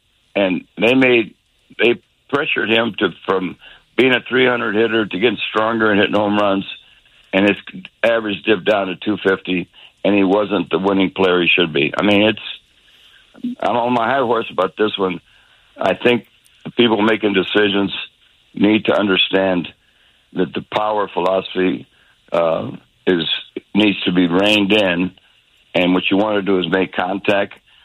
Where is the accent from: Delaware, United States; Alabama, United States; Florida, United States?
Florida, United States; Tampa; when I was born and raised in Tampa, Florida, my dad, my family, you know, it was all about baseball.